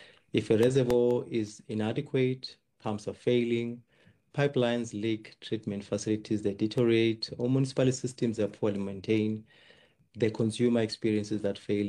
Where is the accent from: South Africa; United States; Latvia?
South Africa; as South African citizens